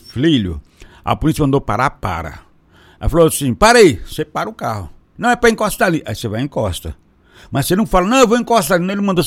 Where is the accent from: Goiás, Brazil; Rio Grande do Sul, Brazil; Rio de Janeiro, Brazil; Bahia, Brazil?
Goiás, Brazil; Aragarças; Você me pega eu que sou lá de Aragarça, lá radialista.